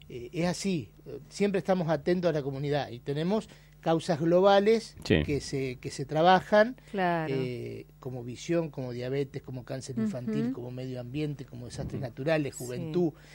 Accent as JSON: {"language": "Spanish", "town": "Puan", "region": "Buenos Aires Province", "country": "Argentina", "said": "yo soy de Puan, en la provincia de Buenos Aires."}